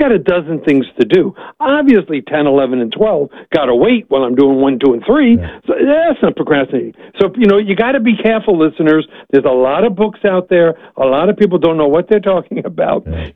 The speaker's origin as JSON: {"language": "English", "region": "New York", "country": "United States", "said": "and I talk fast, I'm from New York, so I can do this."}